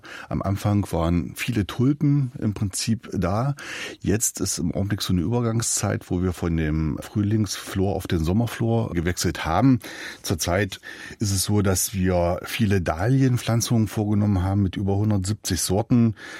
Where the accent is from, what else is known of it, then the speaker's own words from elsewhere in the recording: Leinefelde, Thuringia, Germany; Ich bin selber in Leinefelde groß geworden als Kind, habe im Plattenbau gelebt und habe nach der Wende die Innovation des Stadtumbaus erfahren können.